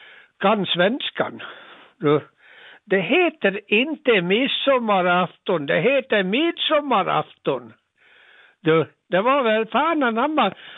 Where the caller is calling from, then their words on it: Dalarna County, Sweden; jag är själv ifrån Dalarna.